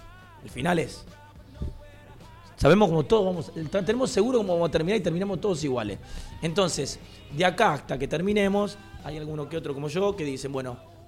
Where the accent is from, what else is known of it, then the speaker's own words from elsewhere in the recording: Lomas de Zamora, Buenos Aires Province, Argentina; hay ciertas ciudades que me hacen acordar a mi Lomas de Zamora.